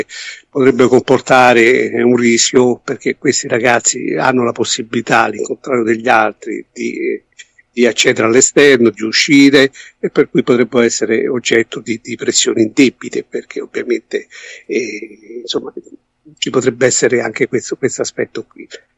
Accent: Rome, Lazio, Italy; sono di Roma e mi rimane abbastanza agevole visitare questi due istituti.

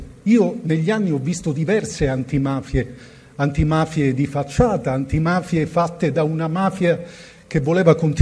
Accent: Palermo, Sicily, Italy; lo dico da palermitano

